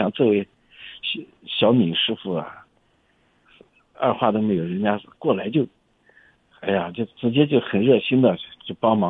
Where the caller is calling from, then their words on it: Urumqi, Xinjiang, China; 我觉得我们乌鲁木齐人都应该发扬光大。